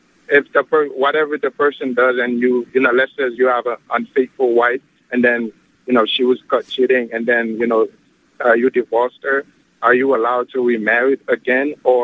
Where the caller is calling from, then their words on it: Irvington, New Jersey, United States; Actually, I'm calling from Irvington, New Jersey.